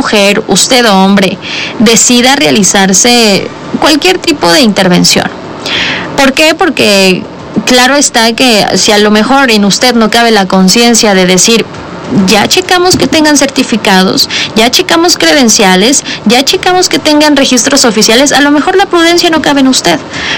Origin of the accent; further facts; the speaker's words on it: Puebla, Mexico; al menos como poblanos, como mexicanos